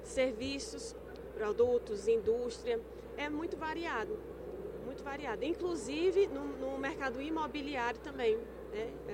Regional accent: São Paulo, Brazil; now in Ceará, Brazil; Eu sou paulista, mas eu tenho família, né? Meus pais são cearenses, então eu me considero cearense.

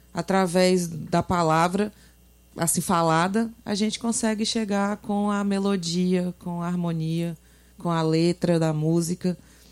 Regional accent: Bahia, Brazil; Sou baiana do extremo sul, ali pertinho já do sudeste, né?

